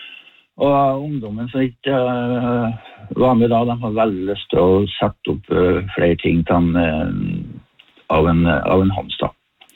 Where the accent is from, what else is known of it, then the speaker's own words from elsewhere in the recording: Råkvåg, Trøndelag, Norway; bygda våres Råkvåg på Indre Fosen